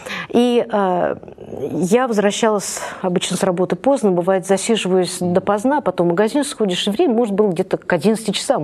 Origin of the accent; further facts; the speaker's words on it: Nizhny Novgorod, Nizhny Novgorod Oblast, Russia; я коренная жительница Нижнего Новгорода. Родилась я 60 лет назад.